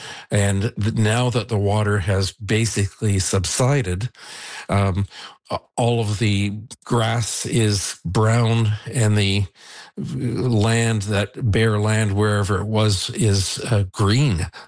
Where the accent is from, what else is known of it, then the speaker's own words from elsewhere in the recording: Niagara-on-the-Lake, Ontario, Canada; I've lived on this road for 41 years, and I grew up in Niagara on the Lake for 69 years.